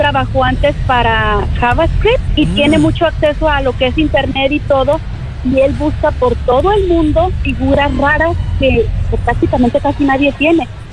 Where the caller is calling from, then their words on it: Arizona, United States; les estoy llamando de Arizona